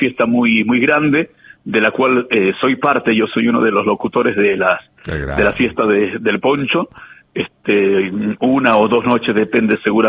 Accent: Catamarca, Argentina; nueve días, nueve noches a pleno que vivimos los catamarqueños.

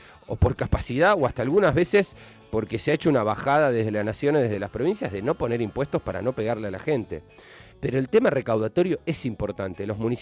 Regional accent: Argentina

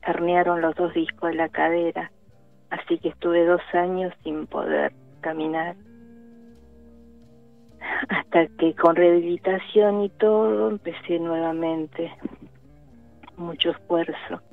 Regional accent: Tortuguitas, Buenos Aires Province, Argentina

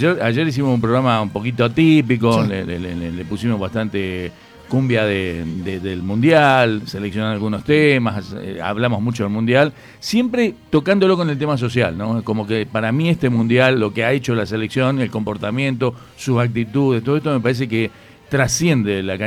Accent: Argentina; soy argentino y hincho por Argentina. Que las cuestiones, mis relaciones con España y descendencias y cuestiones sanguíneas, no.

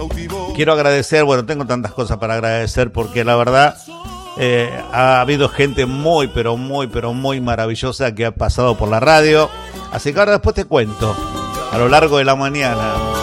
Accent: Argentina; Somos recontra argentinos nosotros cuando juega a la Argentina a la pelota.

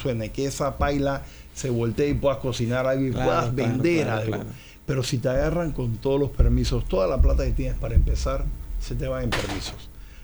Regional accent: Panama

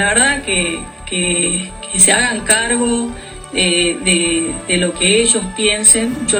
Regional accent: Argentina

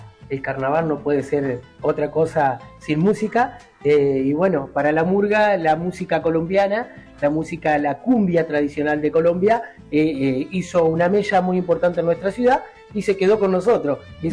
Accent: Argentina; nosotros somos todos argentinos

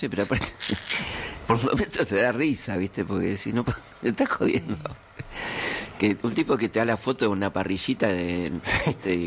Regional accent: Argentina; Por supuesto vamos a estar todos mirando a la selección, somos argentinos, está perfecto.

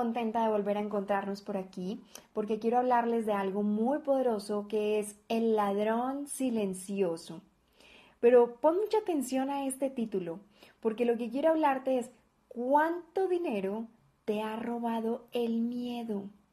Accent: Colombia; now in Guadalajara, Mexico; colombiana viviendo en Guadalajara, México.

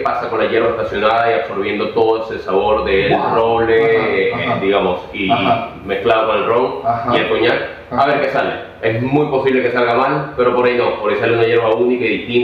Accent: Venezuela; moved away as an adult; now in Argentina; Soy de Venezuela.

